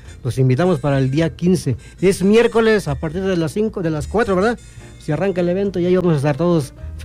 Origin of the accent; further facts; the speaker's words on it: Tehuacán, Puebla, Mexico; vengo aquí, soy de Tehuacán.